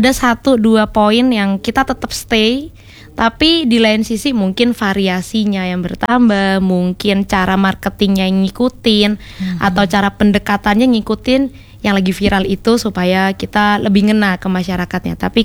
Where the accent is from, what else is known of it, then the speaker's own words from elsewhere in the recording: Surabaya, East Java, Indonesia; Jadi saya tetap di identitas saya dari Surabaya, saya bawa tuh Lapis Surabayanya.